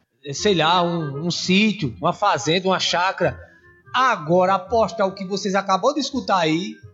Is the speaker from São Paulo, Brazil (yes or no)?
no; Campinas, Paraíba, Brazil; Eu sou de Campinas, mas na minha capital querida e linda, João Pessoa, Paraíba.